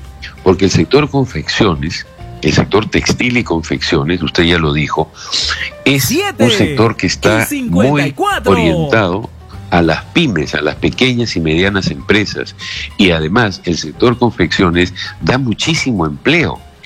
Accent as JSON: {"language": "Spanish", "country": "Peru", "said": "el problema del sector textil, confecciones en mi país"}